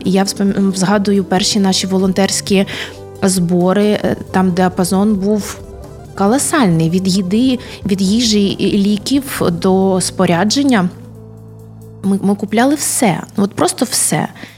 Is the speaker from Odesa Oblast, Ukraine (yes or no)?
yes; Odesa, Odesa Oblast, Ukraine; Я народилася в 7-му пологовому будинку в Одесі.